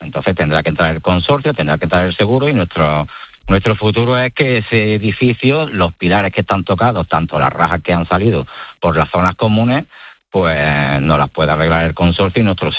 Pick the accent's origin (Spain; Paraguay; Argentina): Spain; Andalusia; pero casi todos somos de Granada.